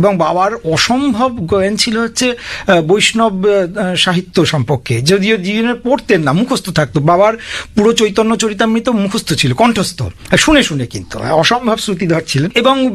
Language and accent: Bangla; Nabagram, West Bengal, India; 1948 সাল থেকে এখানে বসতি, এটা হচ্ছে পঞ্চায়েত এলাকা। সেই নবগ্রাম পঞ্চায়েত এলাকায় আমার জন্ম, আমার বেড়ে ওঠা, আমি আজ 50 বছর বয়স পর্যন্ত ওখানেই আছি